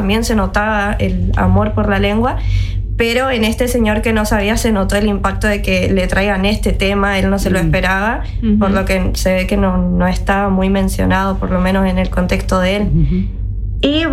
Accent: San Roque, Corrientes, Argentina; yo soy del interior de Corrientes

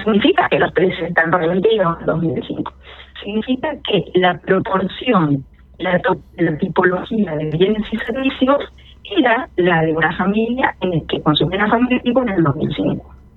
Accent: Argentina

